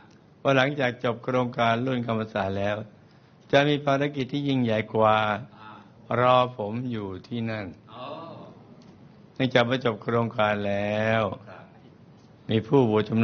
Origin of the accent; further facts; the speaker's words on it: Thailand; ในปีพุทธศักราช2553ผมจึงได้รับภารกิจให้กลับบ้านเกิดไปจัดงานบวชที่จังหวัดอุตรดิตถ